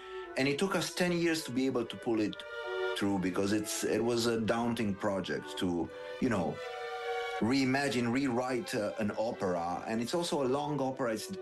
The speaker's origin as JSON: {"language": "English", "town": "Cluj-Napoca", "region": "Cluj County", "country": "Romania", "tie": "born or raised there", "moved": "yes", "said": "in Cluj, in my hometown"}